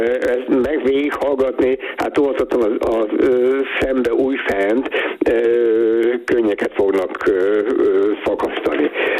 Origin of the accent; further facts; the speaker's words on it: Hungary; ezt mi magyarok vagyunk, Magyarországra jöttünk